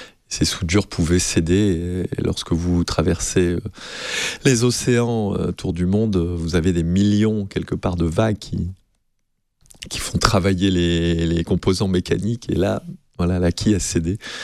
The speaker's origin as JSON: {"language": "French", "town": "Nice", "region": "Provence-Alpes-Côte d'Azur", "country": "France", "said": "en tant que petit niçois, vous l'avez compris, les Magnoliards, Raoul Dufy, rien ne me prédestinait à devenir navigateur professionnel"}